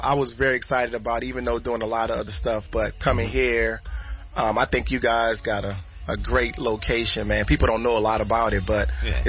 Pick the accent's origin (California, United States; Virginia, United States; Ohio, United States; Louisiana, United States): Louisiana, United States; New Orleans; I'm from Louisiana. You know, originally New Orleans.